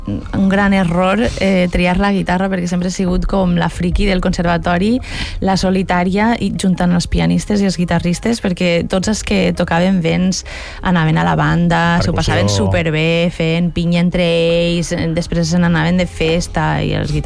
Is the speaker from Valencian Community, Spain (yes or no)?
yes; Pedreguer, Valencian Community, Spain; moved away as an adult; also born or lived in Barcelona; Jo soc de Pedreguera